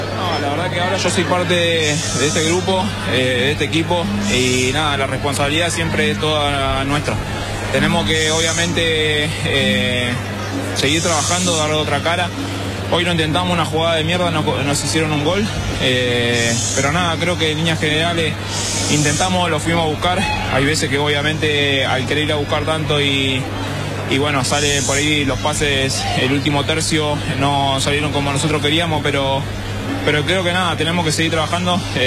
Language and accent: Spanish; Argentina; Soy un argentino más que va a alentar por ellos